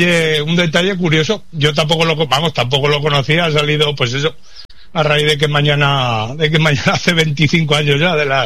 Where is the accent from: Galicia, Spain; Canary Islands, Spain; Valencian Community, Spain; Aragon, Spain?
Aragon, Spain; Zaragoza; soy de Zaragoza. 10 años tenía yo cuando ocurrió el atentado de la casa cuartel de aquí de Zaragoza.